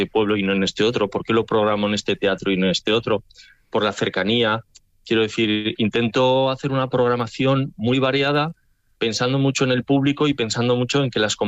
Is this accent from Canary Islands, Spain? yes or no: no; La Rioja, Spain; como soy de La Rioja, pues que he hecho el vermute.